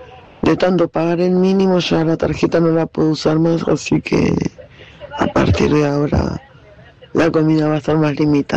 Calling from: Lanús, Buenos Aires Province, Argentina; soy docente, vivo en Lanús

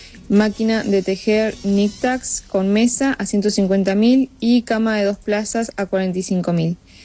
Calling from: Viedma, Río Negro, Argentina; Vivo en Viedma

